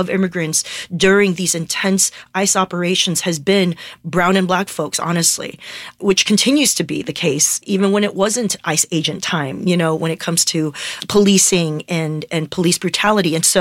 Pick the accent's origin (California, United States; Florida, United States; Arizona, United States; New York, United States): California, United States; also born or lived in Taiwan; I'm from Southern California, and this is where I grew up. I love being a Los Angelino, an American, and an immigrant from Taiwan.